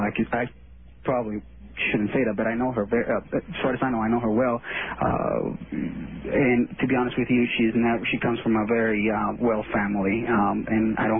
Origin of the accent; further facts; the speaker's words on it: Venezuela; now in United States; Venezuela.